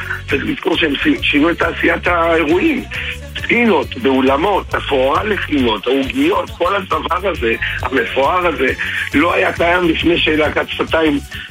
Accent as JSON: {"language": "Hebrew", "town": "Sderot", "region": "Southern District", "country": "Israel", "tie": "born or raised there", "said": "אני גדלתי בסדרות"}